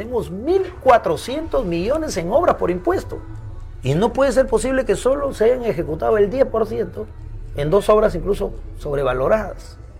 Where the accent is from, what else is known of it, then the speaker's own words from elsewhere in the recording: Ferreñafe, Lambayeque, Peru; moved away; also born or lived in Ica; venirme a hacer política a mi tierra, pensando cambiar mi Ferreñafe querido